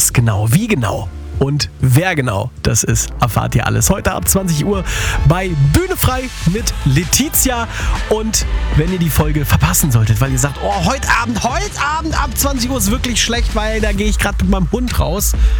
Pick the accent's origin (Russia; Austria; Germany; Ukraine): Germany; Koblenz, Rhineland-Palatinate; Und heute Newcomer aus quasi meiner Heimat, aus Koblenz in Rheinland-Pfalz.